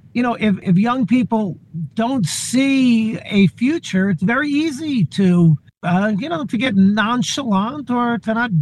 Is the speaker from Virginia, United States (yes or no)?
no; Long Island, New York, United States; where I grew up on Long Island